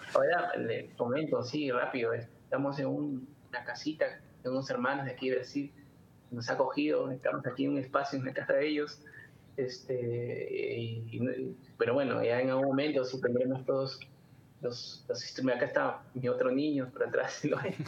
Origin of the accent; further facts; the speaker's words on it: Peru; now in Brazil; En Perú nos gusta mucho el fútbol